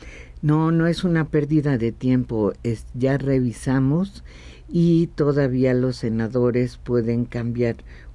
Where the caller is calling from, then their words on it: Naucalpan, State of Mexico, Mexico; de Naucalpan, en el Estado de México.